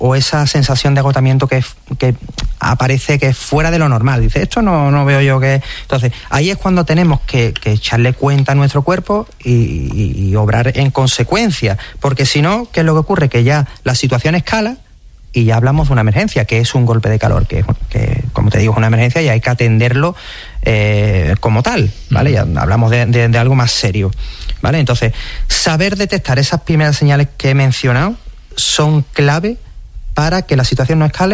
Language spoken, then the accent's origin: Spanish; Spain; yo creo que es que somos españoles y como españoles que somos decimos, venga, vamos, no, seguimos.